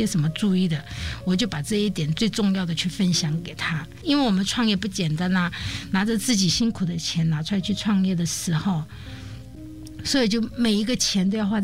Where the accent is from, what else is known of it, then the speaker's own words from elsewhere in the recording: Hunan, China; moved away as an adult; now in Taiwan; 虽然我是湖南人